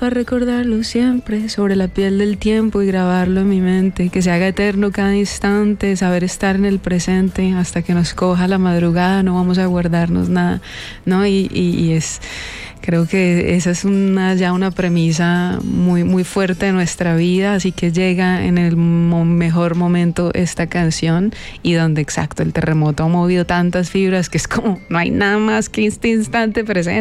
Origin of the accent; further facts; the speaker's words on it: Cali, Valle del Cauca, Colombia; moved away; mi regreso a Cali, que ha sido muy, muy inspirador, volver a mi tierrita